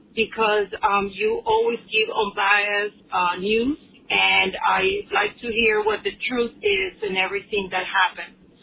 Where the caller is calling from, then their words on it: Miami, Florida, United States; Hi, I'm calling from Miami.